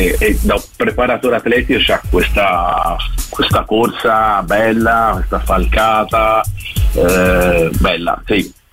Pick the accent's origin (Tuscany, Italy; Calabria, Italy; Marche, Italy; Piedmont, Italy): Tuscany, Italy; Florence; La piazza si sa tutti, sono fiorentino e tifo Fiorentina da sempre